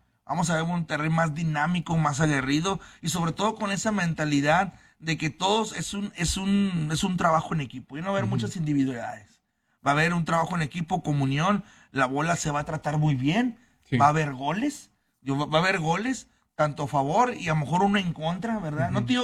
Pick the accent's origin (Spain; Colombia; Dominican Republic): Spain; Ay, porque yo no soy mestizo ni criollo, yo soy español